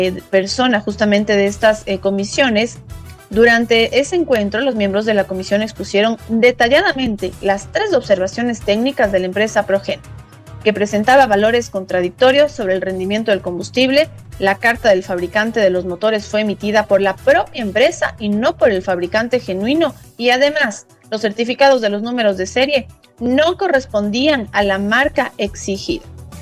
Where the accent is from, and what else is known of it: Ecuador